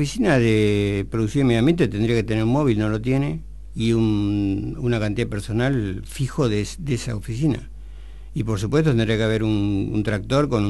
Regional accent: General Villegas, Buenos Aires Province, Argentina

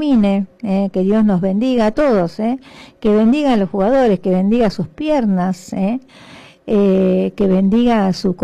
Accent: Argentina

